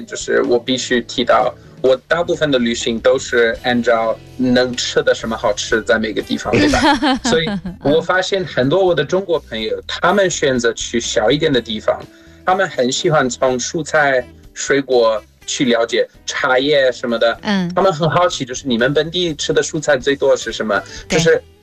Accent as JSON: {"language": "Chinese", "country": "South Africa", "second_language": "Chinese"}